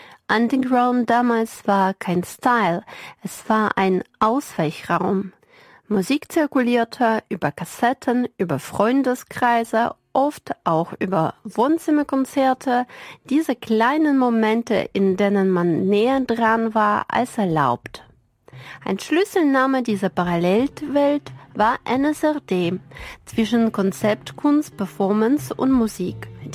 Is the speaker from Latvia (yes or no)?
yes; Latvia; moved away; diese Episode ist für mich auch persönlich. Ich bin Mitte der 80er in Lettland geboren und dort aufgewachsen.